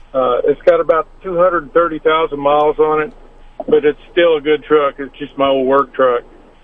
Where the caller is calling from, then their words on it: Huntsville, Missouri, United States; Yes, I'm calling from the Huntsville area.